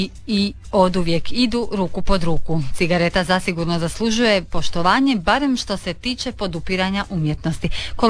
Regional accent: Croatia

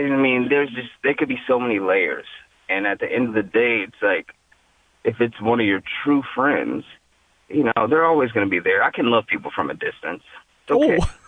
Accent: Juneau, Alaska, United States; moved away; also born or lived in New York / New Jersey / Texas; I grew up in Juneau, Alaska. Like, I lived in New York, Jersey, Texas

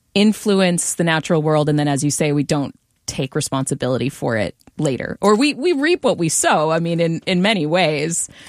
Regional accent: Pacific Northwest, United States; Daytime coyotes is something that I never saw growing up in the Pacific Northwest, but I'm seeing more and more.

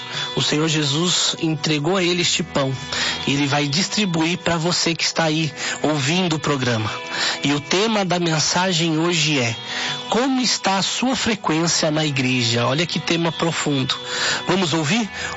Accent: Praia Grande, São Paulo, Brazil; now in São Paulo, Brazil; Eu fui criado na Praia Grande. Isso. Aí mas hoje eu estou aqui em São Paulo.

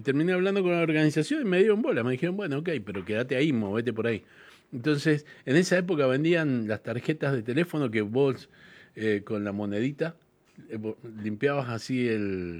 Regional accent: Mendoza, Argentina; Mirá, vengo de Mendoza, Argentina.

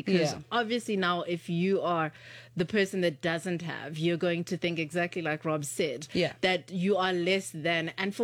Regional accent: South Africa; also born or lived in Grahamstown; we are from Joburg, Pretoria, wherever in the country.

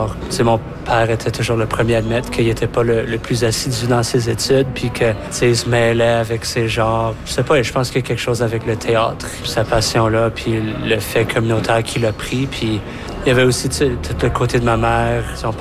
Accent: Edmonton, Alberta, Canada; J'ai grandi à Bonnie Doon, le quartier francophone, maintenant où mon père était directeur général ou artistique de l'Unithéâtre.

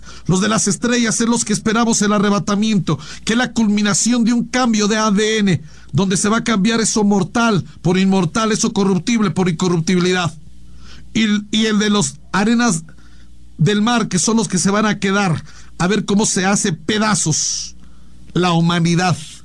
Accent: Mexico City, Mexico; Mejor me quedo aquí en mi país, en la Capirucha, en mi Distrito Federal, en mi México.

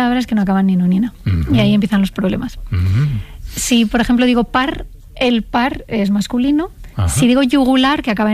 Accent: Madrid, Community of Madrid, Spain; Yo soy más de Madrid que el lugar

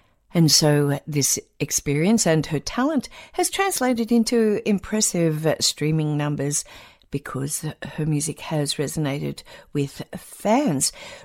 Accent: Perth, Western Australia, Australia; my hometown of Perth here in Western Australia

